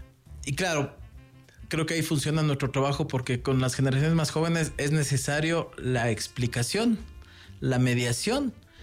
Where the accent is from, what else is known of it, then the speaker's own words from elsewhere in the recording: Ecuador; justo ahorita que estaba en Atacunga, ahí era mi tierra